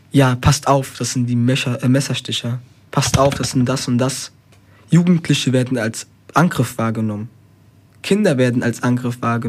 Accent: Spain; German is a second language; now in Germany; wenn ich hier ankomme in Deutschland als Spanier, ich bin aus der spanischen Tradition hier nach Deutschland gekommen

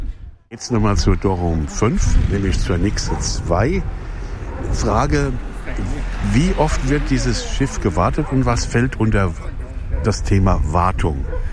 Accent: Southern Germany, Germany; Wir kennen das als Süddeutsche nicht

